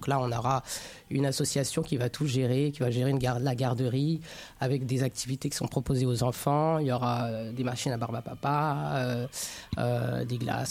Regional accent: Paris, Île-de-France, France; moi je suis une parisienne née dans le 18e.

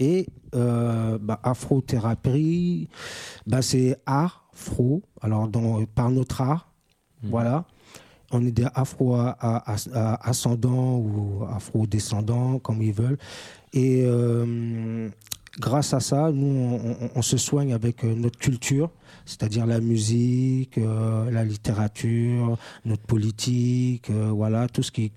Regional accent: Guadeloupe; comme nous on est afro, moi je suis de la Guadeloupe, mm-hmm. Voilà. Et en Guadeloupe, nous on dit Dubout pour dire debout.

